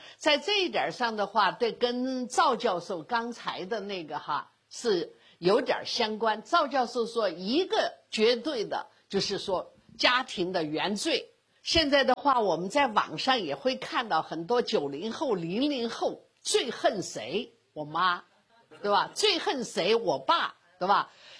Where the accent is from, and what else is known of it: China